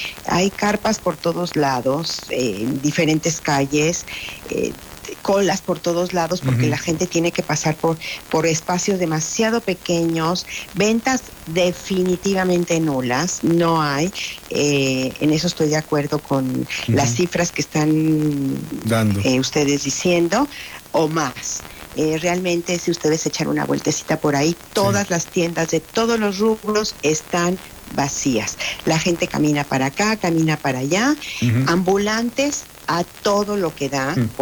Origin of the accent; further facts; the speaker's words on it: Mexico; Y me siento como mexicana tan impotente.